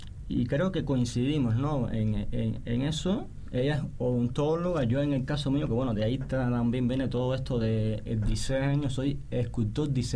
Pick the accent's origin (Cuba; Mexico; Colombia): Cuba; now in Argentina; Yo soy de Cuba, soy.